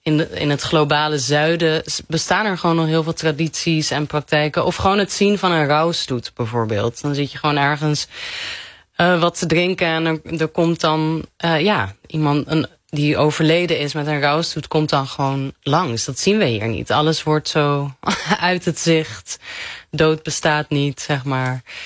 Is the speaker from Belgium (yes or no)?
no; Morocco; En ik kom uit Marokko en het is een islamitisch land, et cetera.